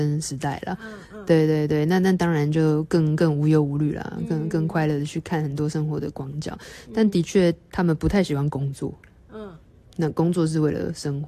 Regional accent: Taiwan; 我们台湾

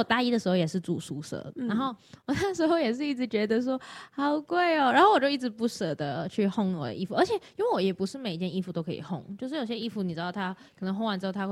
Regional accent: Hong Kong; 我是香港人，哦，你们刚才不是看着我在那边念那些字会念吗？

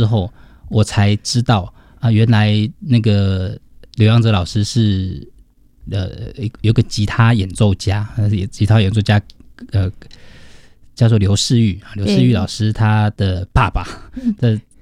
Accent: Kaohsiung, Taiwan; 我是高雄的小孩

